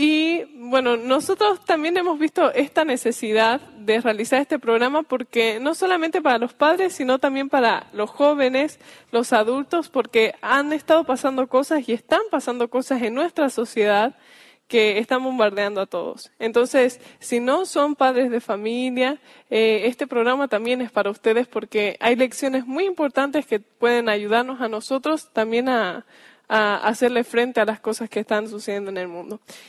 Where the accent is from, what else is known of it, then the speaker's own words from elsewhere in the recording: Bolivia; él es de Argentina, yo soy de aquí, de Bolivia.